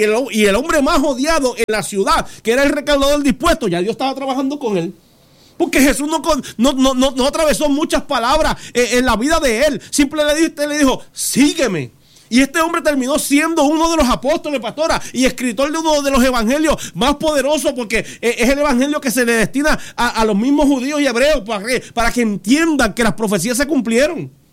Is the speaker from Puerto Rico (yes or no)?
yes; Puerto Rico; Es que nosotros no somos impacientes y puertorriqueños más aún.